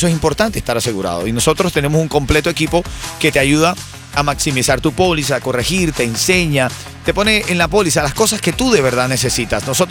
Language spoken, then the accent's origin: Spanish; Venezuela; moved away; yo como venezolano